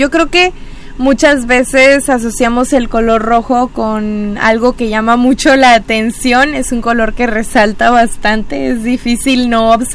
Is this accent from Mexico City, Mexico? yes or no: no; Melchor Múzquiz, Coahuila, Mexico; somos de aquí de Melchor Musquiz